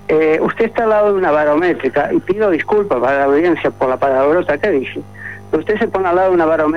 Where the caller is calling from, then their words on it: Maldonado, Uruguay; soy vecino de Maldonado, vivo en la zona donde está el macromercado, en la calle Cachimba del Rey